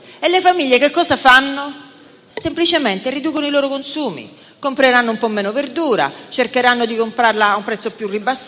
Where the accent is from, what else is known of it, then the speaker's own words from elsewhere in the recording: Sicily, Italy; Io sono un'isolana, sono siciliana